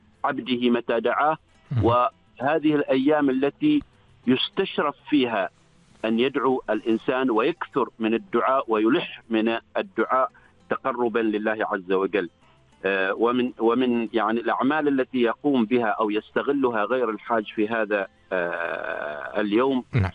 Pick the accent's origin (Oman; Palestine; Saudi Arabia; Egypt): Oman; ونحن أهل عمان